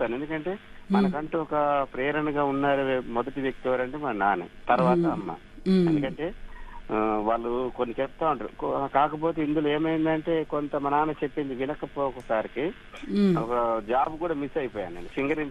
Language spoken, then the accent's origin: Telugu; Rampuram, Telangana, India; Madam మాది భద్రాద్రి కొత్తగూడెం జిల్లా రాంపురం గ్రామం మేడం.